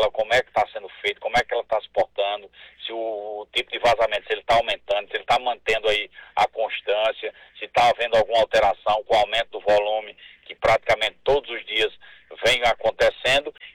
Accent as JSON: {"language": "Portuguese", "country": "Brazil", "said": "Nós somos brasileiros, torcemos aí pela nossa seleção"}